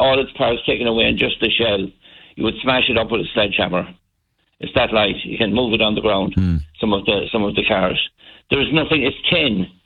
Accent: Sligo, County Sligo, Ireland; I'm from Sligo originally, and between the road, between Boyle and Sligo, put up crosses at every point there was a fatal accident.

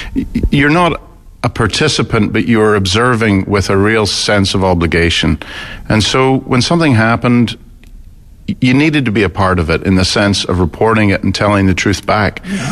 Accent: Portstewart, Northern Ireland, United Kingdom; moved away as an adult; also born or lived in Yorkshire; now in Canada; I grew up in Port Stewart, up on the Antrim coast. Absolutely gorgeous, idyllic childhood. Still think of it as home. But there was not a lot of work there.

